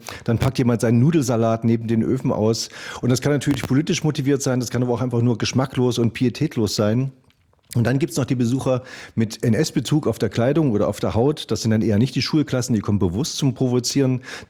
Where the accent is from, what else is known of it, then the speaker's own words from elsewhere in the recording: Weimar, Thuringia, Germany; ich bin ja in der DDR dort noch aufgewachsen, auch in der Nähe von Buchenwald in Weimar